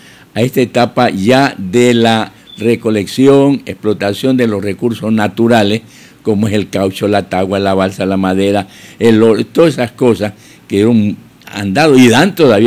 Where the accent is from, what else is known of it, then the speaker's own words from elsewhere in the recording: Limones, Esmeraldas, Ecuador; Yo nací en Limones